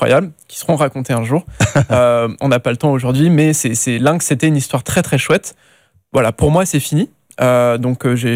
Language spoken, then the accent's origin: French; France; il faut montrer son produit en tant que petit Français, en être fier et le porter avec son petit accent, etc.